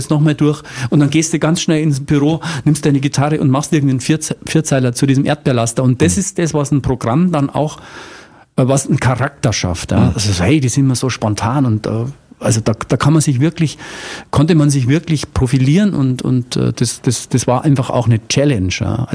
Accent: Munich, Bavaria, Germany; da, wo ich herkomme, Münchner Hasenbergl, also der Norden des Münchens, das war sehr FC Bayern gebrandet

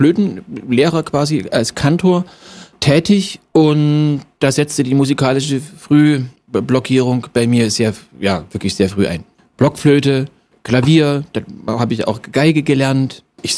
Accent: Dresden, Saxony, Germany; born there; Und der war lustigerweise sogar in meiner Geburtsstadt Dresden.

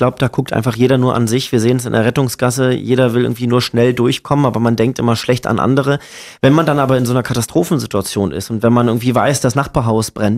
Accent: Brandenburg, Germany; Ich bin stolzer Brandenburger

